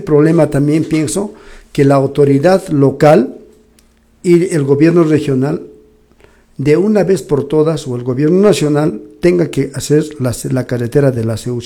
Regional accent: Calca, Cusco, Peru; yo lo hago porque quiero a Calca, porque quiero a mi tierra.

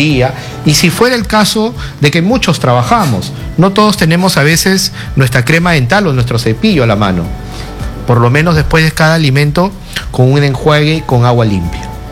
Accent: Peru

